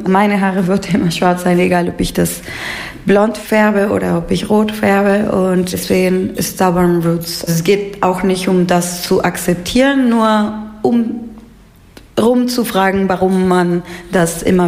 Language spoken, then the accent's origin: German; Peru; ich komme aus Peru und ich gehe oft hin